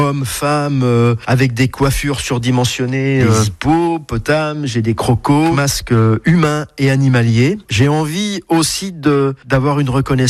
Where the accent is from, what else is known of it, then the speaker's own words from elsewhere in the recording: Vierzon, Centre-Val de Loire, France; moved away as an adult; Je suis originaire de Vierzon